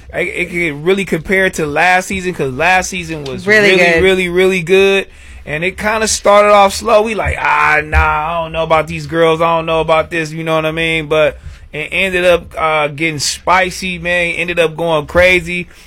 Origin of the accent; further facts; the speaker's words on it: Houston, Texas, United States; I'm from Houston.